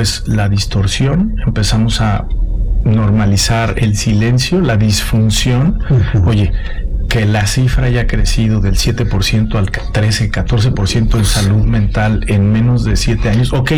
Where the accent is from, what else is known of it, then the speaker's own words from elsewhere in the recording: Mexico; yo soy mexicano, yo aguanto